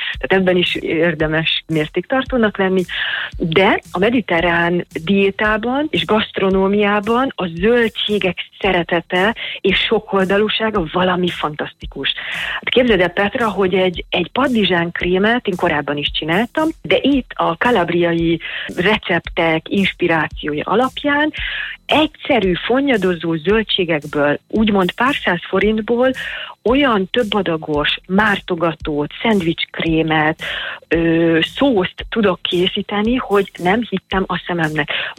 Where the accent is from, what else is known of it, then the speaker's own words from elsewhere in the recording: Hungary; Tehát, hogyha én magyarként így kezdeném a reggelit, és úgy folytatnám, ahogy Magyarországon megszoktam